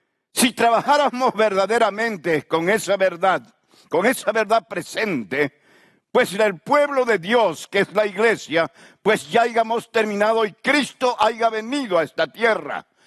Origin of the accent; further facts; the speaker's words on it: Santa Ana del Yacuma, Beni, Bolivia; moved away; also born or lived in Germany; Cuando ellos llegaron a mi pueblo, Santana y Yacuma